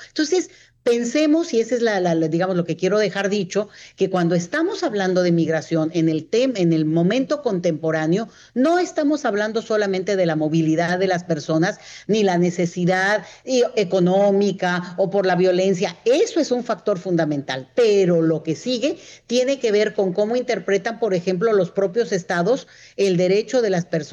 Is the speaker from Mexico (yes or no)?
yes; Mexico; nos incluye como mexicanos